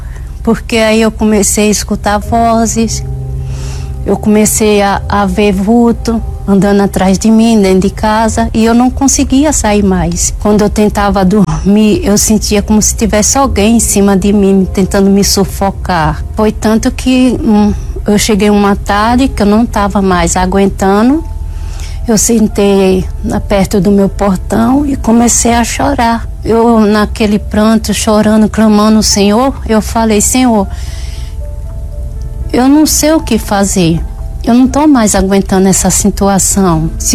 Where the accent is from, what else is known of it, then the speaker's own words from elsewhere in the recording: Pernambuco, Brazil; Eu não sou daqui, sou do Pernambuco. E lá já era muito difícil a situação. Eu passei muita necessidade. Depois eu fui para o Recife morar com a minha mãe, trabalhar em casa de família.